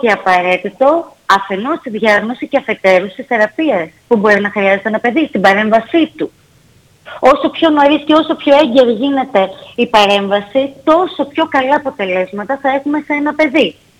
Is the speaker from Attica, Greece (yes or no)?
yes; Athens, Attica, Greece; είμαι από την Αθήνα